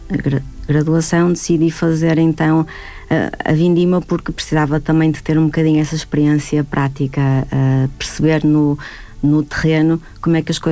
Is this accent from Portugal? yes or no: yes; Braga, Norte, Portugal; venho de uma família relacionada com o vinho. Eu não nasci no meio da vinha, não fui criada no meio da vinha. Eu sou de Braga.